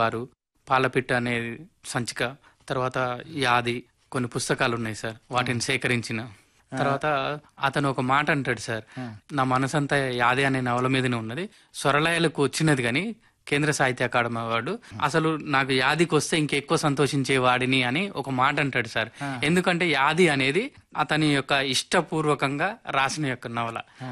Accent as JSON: {"language": "Telugu", "area": "Nalgonda district", "region": "Telangana", "country": "India", "said": "మాది ఆరగూడెం గ్రామం, తిప్పర్తి మండలం, నల్లగొండ జిల్లా."}